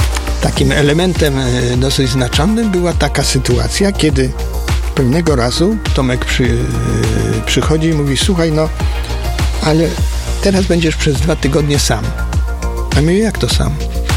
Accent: Lubomierz, Lower Silesian Voivodeship, Poland; znanego w Lubomierzu liceum pedagogicznego, ponieważ ja stamtąd pochodzę, w związku z tym emocjonalnie mi zależało, żeby to może w telewizji pokazać

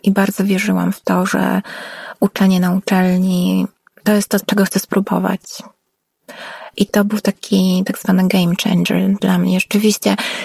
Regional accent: Warsaw, Masovian Voivodeship, Poland; jestem akurat warszawianką i widzę, jak Warszawa się zmienia

